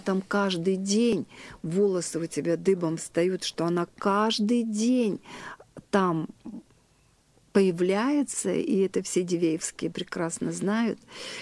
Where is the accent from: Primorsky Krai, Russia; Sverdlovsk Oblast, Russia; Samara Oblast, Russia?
Sverdlovsk Oblast, Russia; Yekaterinburg; А вы, говорит, откуда? Я говорю, а мы из Екатеринбурга.